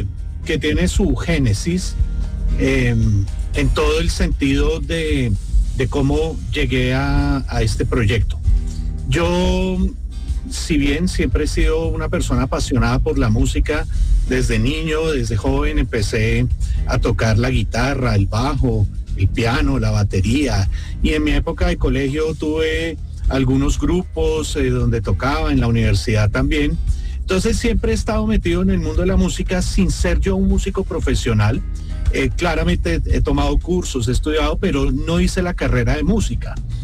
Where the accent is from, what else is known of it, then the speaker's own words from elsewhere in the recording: Colombia; now in Chía, Colombia; Colombiano viviendo en nuestro amado país. Aquí en Colombia, vivo en Chía, a las afueras de Bogotá